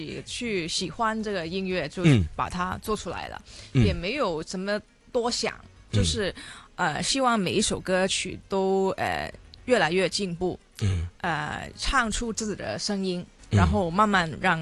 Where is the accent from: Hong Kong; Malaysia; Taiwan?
Hong Kong; 我在这里成长吧。